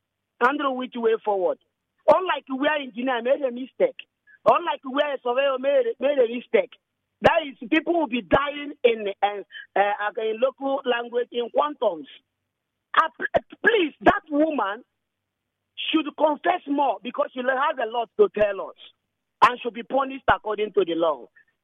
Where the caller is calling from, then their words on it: Etche, Rivers, Nigeria; I'm calling from Eche.